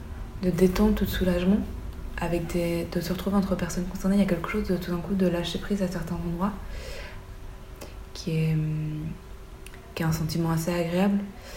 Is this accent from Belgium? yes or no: yes; Belgium; comme je suis belge au thaï, pour des personnes blanches en Belgique